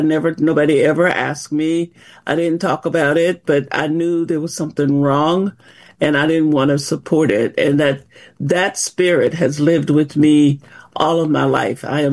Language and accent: English; El Dorado, Arkansas, United States; moved away as an adult; also born or lived in California / Georgia; Well, you know, I was born in El Dorado, Arkansas. I lived in Arkansas until I was 18, left there